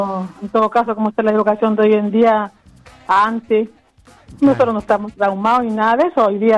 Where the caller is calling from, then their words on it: Zapallar, Valparaíso, Chile; Ay, de acá, de Zapallar.